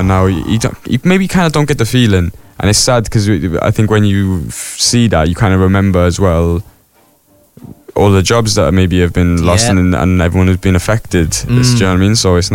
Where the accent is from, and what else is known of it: Neath, Wales, United Kingdom; born or raised there; moved away